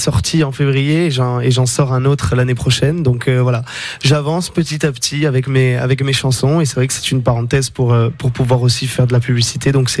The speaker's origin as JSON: {"language": "French", "region": "Corsica", "country": "France", "first_language": "Corsican", "second_language": "French", "said": "mon île, parce que pour le coup, là, il me fait l'honneur de chanter dans ma langue."}